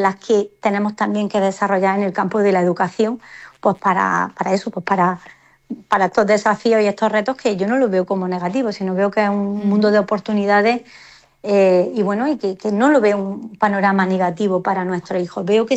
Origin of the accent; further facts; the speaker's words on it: Motril, Andalusia, Spain; la capital de España es Motril, vaya, básicamente. No, pues a ver, yo al final siempre barro para mi tierra.